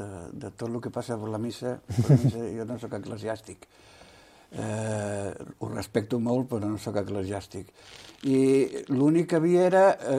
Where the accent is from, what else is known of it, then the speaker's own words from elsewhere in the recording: Cubelles, Catalonia, Spain; also born or lived in Vilanova i la Geltrú; jo vaig néixer a Vilanova … És quan vaig vindre a Cubelles, de molt petit, que vaig vindre aquí